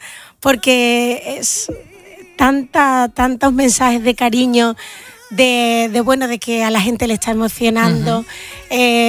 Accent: San José de la Rinconada, Andalusia, Spain; estoy en mi pueblo, San José de la Rinconada, el 4 de junio.

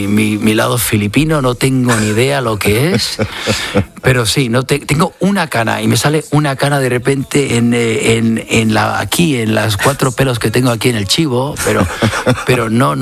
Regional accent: Spain; first language Spanish; moved away; para aquí, para mi país

